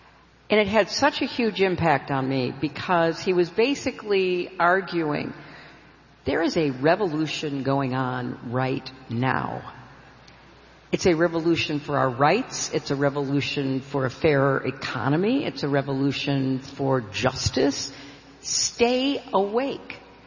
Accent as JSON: {"language": "English", "town": "Park Ridge", "region": "Illinois", "country": "United States", "tie": "born or raised there", "also_born_or_lived": "Chicago", "said": "I was living in Park Ridge, Illinois. I was born in Chicago, but I grew up in Park Ridge."}